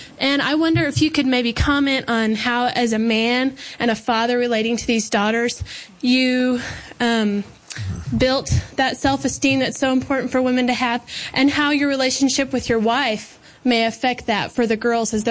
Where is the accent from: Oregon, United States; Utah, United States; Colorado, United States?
Colorado, United States; Colorado Springs; from Colorado Springs.